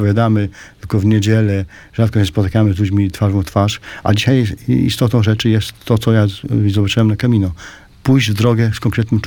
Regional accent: Łomża, Podlaskie Voivodeship, Poland; U nas w Łomży

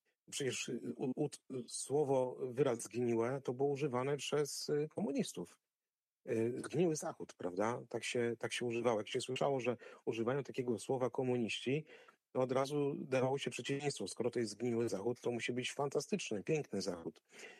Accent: Szczytno, Warmian-Masurian Voivodeship, Poland; ja wychowywałem się na osiedlu, gdzie mieszkały rodziny oficerskie w Szczytnie, pilotów z Lipowca, z jednostki wojskowej, a jednocześnie było sporo rodzin milicyjnych, bo też była szkoła milicyjna

